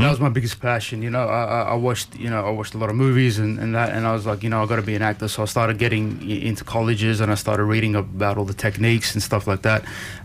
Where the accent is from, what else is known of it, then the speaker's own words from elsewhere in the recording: Ryde, New South Wales, Australia; Yeah, very proud to be Armenian. And I grew up here in Ryde. And actually, you know, from my memories, the Italians and Armenians were like the dominant ethnicities here.